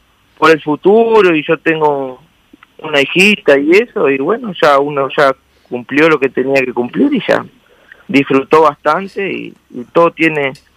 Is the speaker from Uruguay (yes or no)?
yes; Montevideo, Uruguay; also born or lived in Palmitas; Mirá, yo soy nativo en Montevideo, pero a los 15 años me fui a vivir a Palmita, y bueno, y ahí es donde me inicié como montador en las criollas y eso.